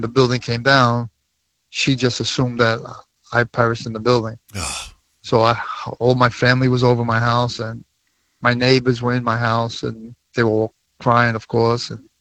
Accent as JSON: {"language": "English", "town": "Brooklyn", "region": "New York", "country": "United States", "tie": "born or raised there"}